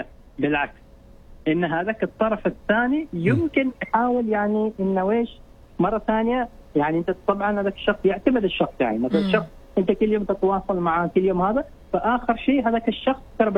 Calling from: Al Mabila, Muscat Governorate, Oman; أنا كلمتم من معبيلة.

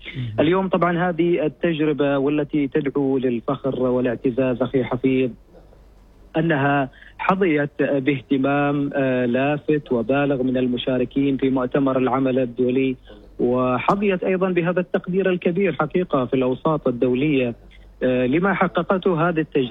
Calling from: Oman

